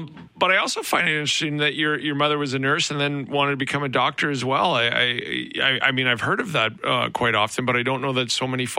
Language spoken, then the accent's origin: English; Lethbridge, Alberta, Canada; I'm from Lethbridge.